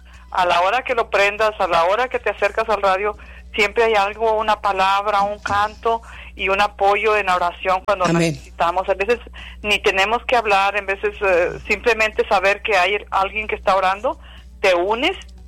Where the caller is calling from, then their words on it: McAllen, Texas, United States; De aquí, de McAllen.